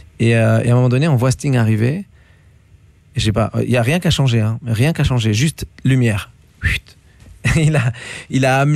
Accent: Lebanon; un des plus grands moments symboliques de ma vie en tant que Français et en tant que Libanais.

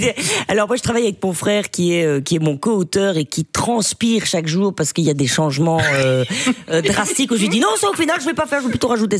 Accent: Charleroi, Wallonia, Belgium; c'était compliqué à une période de dire je viens de Charleroi et de l'assumer. Maintenant, je le clame, je le crie haut et fort. Je suis fière de ma ville. Je suis fière de venir de là.

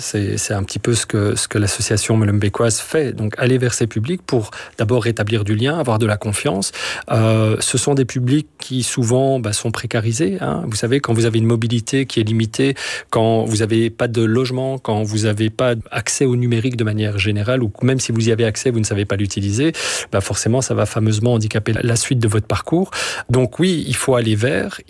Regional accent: Belgium

